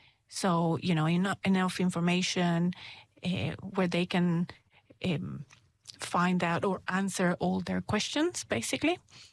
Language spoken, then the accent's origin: English; Guatemala City, Guatemala; English is a second language; moved away as an adult; also born or lived in Nicaragua; now in Ashburton, New Zealand; I lived in Guatemala for 26 years. Then we moved to Nicaragua